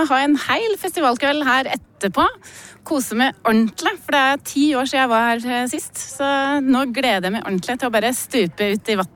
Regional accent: Vang, Innlandet, Norway; jeg vokste opp I Vang, så det her virkelig min barndom og ungdomstid.

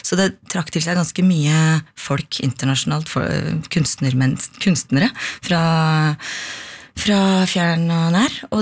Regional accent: Oslo, Norway; also born or lived in Bazzano Inferiore, Italy; now in Nesodden, Norway; jeg kom jo fra Oslo, så jeg flyttet langt inn på landsbygda i Italia med hester i kjelleren og griser grisehuset utenfor

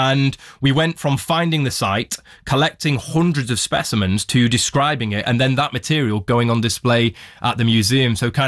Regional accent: Doncaster, Yorkshire and the Humber, United Kingdom; As a youngster growing up in Doncaster, many of our family trips ended up going to the Yorkshire coastline.

